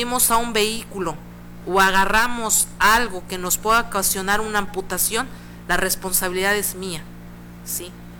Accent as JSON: {"language": "Spanish", "region": "Huasteca", "country": "Mexico", "said": "en mi tierra, la Huasteca"}